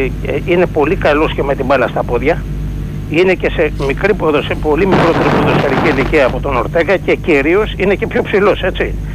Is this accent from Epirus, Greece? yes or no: no; Piraeus, Attica, Greece; από Πειραιά.